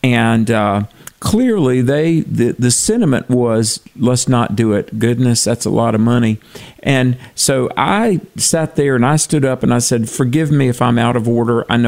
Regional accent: United States; I'm an American.

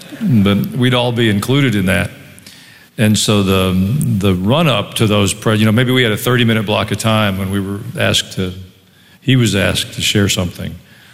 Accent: Kansas City, Missouri, United States; born there; I was born in Kansas City.

